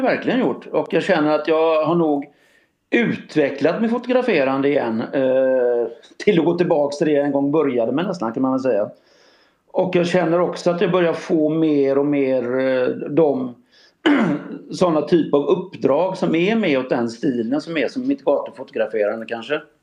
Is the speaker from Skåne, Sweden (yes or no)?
no; Varberg, Halland County, Sweden; born there; För länge sedan, hemma i Varberg en gång i tiden.